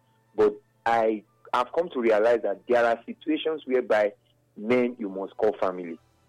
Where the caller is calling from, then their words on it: Mopa, Nigeria; I'm calling from Mopa.